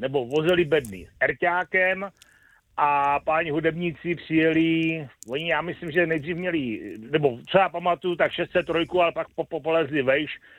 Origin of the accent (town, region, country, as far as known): Pardubice Region, Czechia; born there